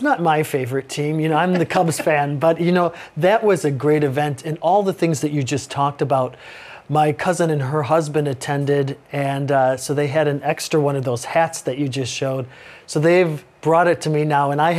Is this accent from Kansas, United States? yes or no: no; Chicago, Illinois, United States